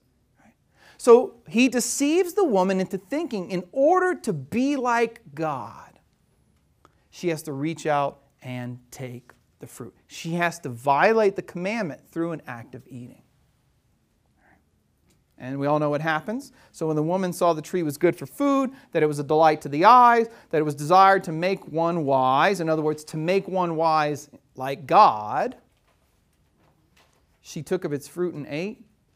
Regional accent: Louisiana, United States; born or raised there

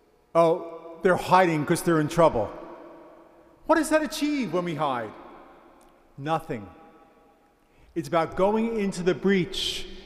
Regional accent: United States

